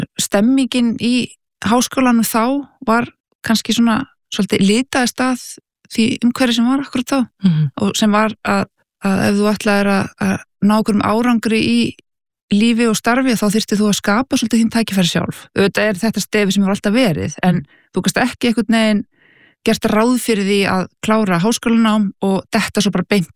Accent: Reykjavík, Capital Region, Iceland; born or raised there

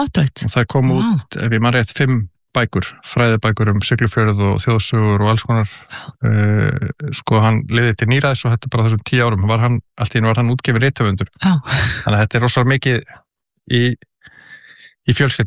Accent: Kópavogur, Capital Region, Iceland; also born or lived in Reykjavík; Ég alinn upp í Kópavogi til 13 ára aldurs, í Hjallakverfinu og ég fæddist svona reyndar í Reykjavík en ég man ekkert eftir því

